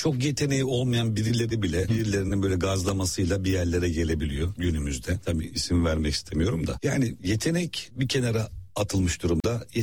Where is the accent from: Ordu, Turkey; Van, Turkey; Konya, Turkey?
Ordu, Turkey; moved away; Anadolu'da kendi memleketime gittim falan. Hı hı. Nereye? Ordu.